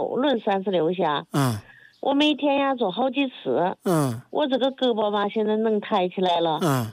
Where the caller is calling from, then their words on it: Guizhou, China; 我是贵州的